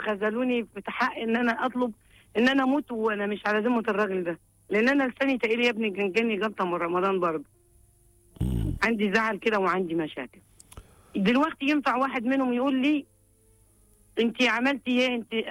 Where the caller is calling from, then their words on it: Upper Egypt, Egypt; accent: Sa'idi; انا صعيدة.